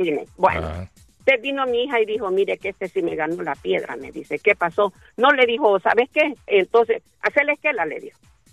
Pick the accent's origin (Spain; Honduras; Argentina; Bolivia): Honduras; Choluteca; born there; moved away; Yo soy de Honduras y el ombligo lo tengo aquí en Choluteca, en el hospital